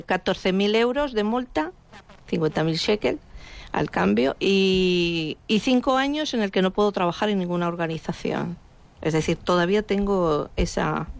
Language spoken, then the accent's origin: Spanish; Spain; moved away; yo soy también española